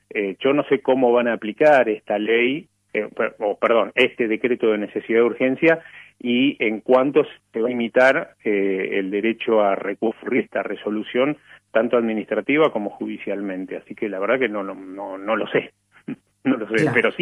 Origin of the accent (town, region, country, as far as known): Argentina